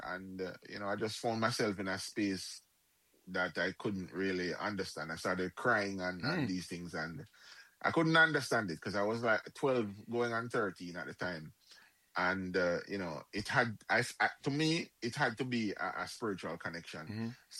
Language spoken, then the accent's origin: English; Rocky Point, Clarendon, Jamaica; I'm from Rocky Point.